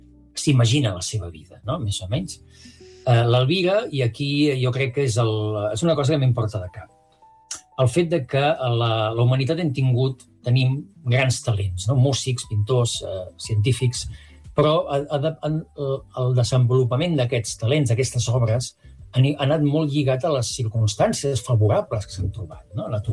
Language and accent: Catalan; Creixell, Catalonia, Spain; also born or lived in Barcelona / Torredembarra; now in Empordà, Spain; Jo sóc barceloní i visc a l'Empordà, imagina't, no? Jo vaig passar la infantesa entre Creixell i Torredembarra, aquella zona, però, clar, jo era un barceloní trasplantat